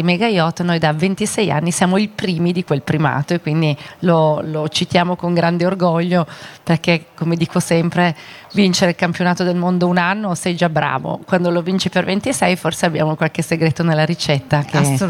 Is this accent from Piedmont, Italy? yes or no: yes; Turin, Piedmont, Italy; Noi siamo torinesi.